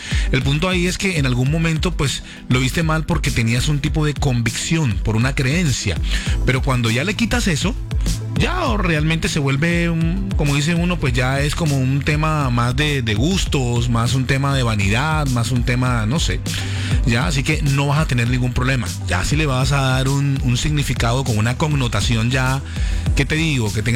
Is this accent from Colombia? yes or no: yes; Colombia; nuestra independencia colombiana, de verdad que sí, un hito histórico que pues nos marca como colombianos